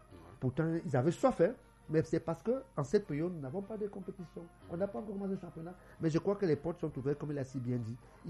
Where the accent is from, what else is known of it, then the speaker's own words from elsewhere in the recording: Cameroon; quand on est Camerounais, on est fort dans la tête.